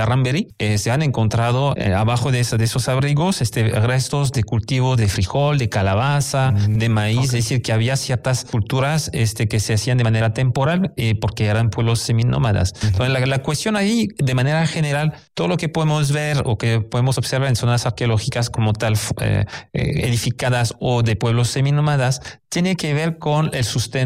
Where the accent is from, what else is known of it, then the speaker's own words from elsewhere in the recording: Nuevo León, Mexico; vestigios culturales que vale mucho la pena conocer para forjar un poquito mejor nuestra identidad como regios personas del noreste de México.